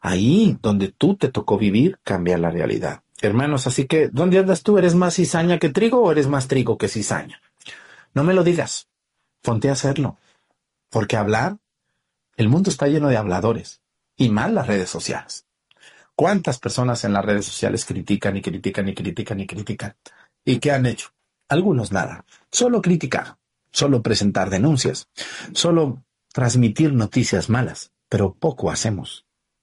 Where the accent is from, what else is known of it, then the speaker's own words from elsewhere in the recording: Mexticacán, Jalisco, Mexico; ustedes pueden ir a Mexticacán, mi pueblo